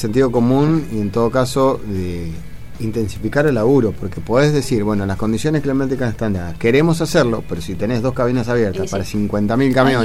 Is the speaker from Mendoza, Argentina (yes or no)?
yes; Mendoza, Argentina; somos mendocinos, cruzamos permanentemente